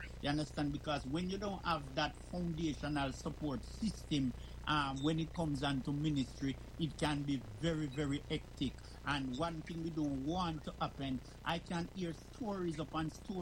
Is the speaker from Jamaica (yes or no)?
yes; Jamaica; accent: patwa; first language Jamaican Patois; English is a second language; now in England; me come from country, my patwa deeper than for everybody else.